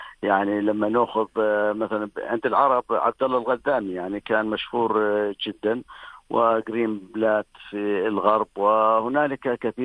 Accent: Jordan; وكنت من الأردن الحمد لله الممثل للناقد في الأردن، ممثل للنقد العربي حتى. أخذوا يعني من الأردن أنا العبد الفقير وإلى الله

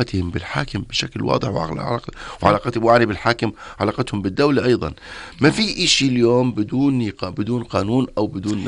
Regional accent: Jordan; لما ذهبنا نحن أردنيين إلى المدارس

